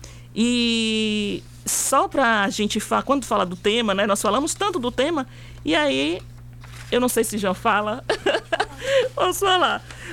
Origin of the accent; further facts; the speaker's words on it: Tapiramutá, Bahia, Brazil; Eu sou brasileiro, eu sou tapiramutense. Então eu faço parte.